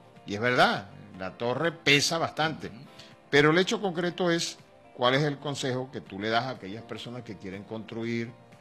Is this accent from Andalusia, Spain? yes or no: no; Cantabria, Spain; Por lo menos el hospital de mi pueblo allá en Cantabria fue construido sobre arcilla expansiva, barro.